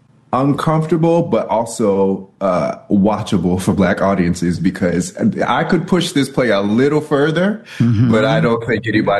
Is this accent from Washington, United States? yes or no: no; Chicago, Illinois, United States; I'm from Chicago